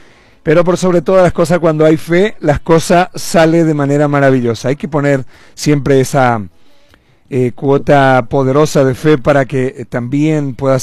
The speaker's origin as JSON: {"language": "Spanish", "town": "Caacupé", "region": "Cordillera", "country": "Paraguay", "said": "como casapeños, como paraguayos, siempre somos muy solidarios, muy activos"}